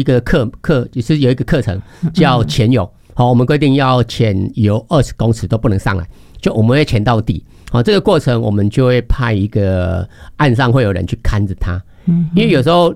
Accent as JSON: {"language": "Chinese", "country": "Taiwan", "said": "我们台湾人一般比较害怕的是开放水域"}